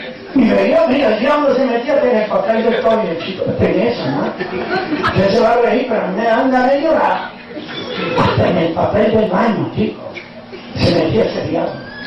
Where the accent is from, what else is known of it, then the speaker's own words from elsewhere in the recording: Italy; Bueno, que yo soy italiano, pero yo soy mezclado ahí también.